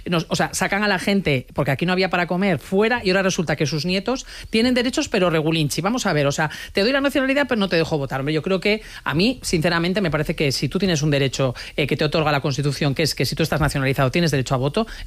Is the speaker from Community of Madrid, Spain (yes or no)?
no; Galicia, Spain; A mí me da mucho coraje como gallega